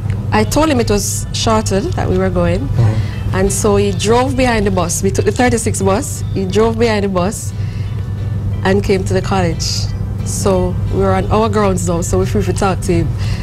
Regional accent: Fruitvale, Portland, Jamaica; moved away; country girl, because I'm actually from Portland.

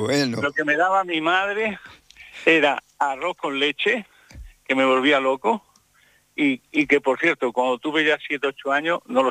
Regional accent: Jaén, Andalusia, Spain; now in Seville, Spain; un patio de Jaén, que es donde yo me crié.

